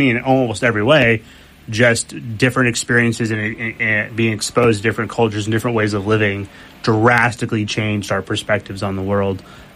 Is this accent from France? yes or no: no; Mexico; now in Wiesbaden, Germany; I grew up in Mexico. I didn't grow up in the United States.